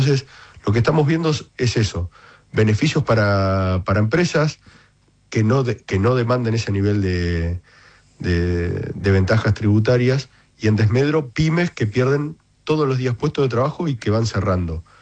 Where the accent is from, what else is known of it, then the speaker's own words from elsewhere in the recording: Entre Ríos, Argentina; yo mañana salgo muy temprano para Concordia, voy a visitar un empaque de citrus ahí en el norte de mi provincia